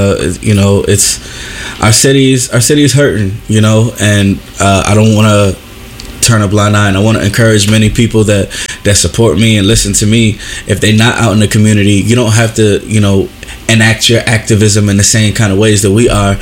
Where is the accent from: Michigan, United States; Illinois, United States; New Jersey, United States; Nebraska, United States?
Illinois, United States; Chicago; I was born in Chicago, but I was raised my entire life in the 19th Ward.